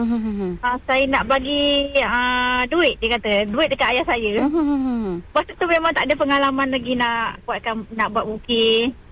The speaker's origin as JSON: {"language": "Malay", "town": "Kuala Kerau", "region": "Pahang", "country": "Malaysia", "tie": "born or raised there", "also_born_or_lived": "Kampung Pulau Nipis", "lives_now": "Maran, Malaysia", "said": "Saya dari saya ni asal daripada Kampung Pulau Nipis, Muazzam. Sekarang ni saya menetap dekat Maran Pahang, kat kampung orang asli Bangas Maran. Saya suku kaum Jakun. Tapi saya dibesarkan di kampung Pasu Kuala Kerau."}